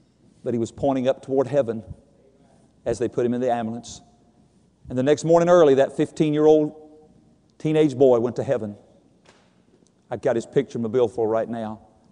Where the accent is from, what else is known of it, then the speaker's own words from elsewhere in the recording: Winston-Salem, North Carolina, United States; born there; I was born in Winston-Salem, North Carolina … I had nothing to do with that. I'm a white person. I'm an American.